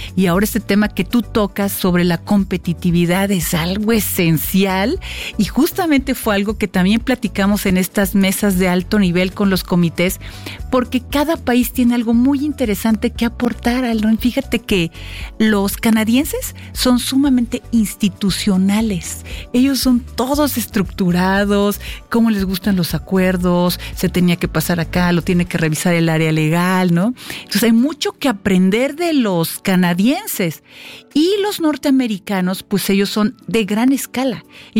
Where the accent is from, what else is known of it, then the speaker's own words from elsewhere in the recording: Mexico; Nosotros tenemos como mexicanos